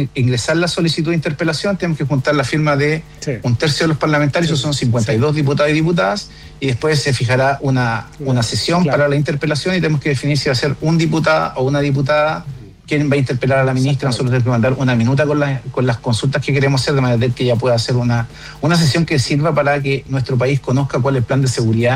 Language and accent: Spanish; Chile; como chilenos y chilenas